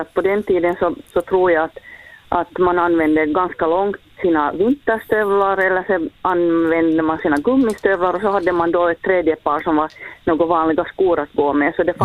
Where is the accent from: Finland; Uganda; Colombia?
Finland; Hanko, Uusimaa; Jag har vuxit upp i Hange